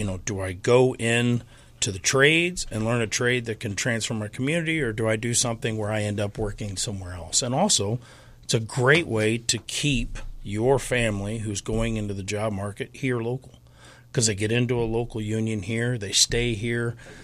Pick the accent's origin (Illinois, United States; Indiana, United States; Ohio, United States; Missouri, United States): Illinois, United States; Springfield; Born and raised in Springfield, third generation, and actually fourth generation here in Springfield. My great grandparents immigrated and followed coal mining, and then my grandfather went to the coal mines.